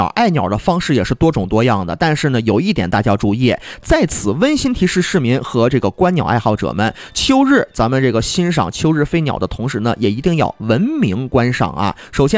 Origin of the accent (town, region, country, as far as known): Harbin, Heilongjiang, China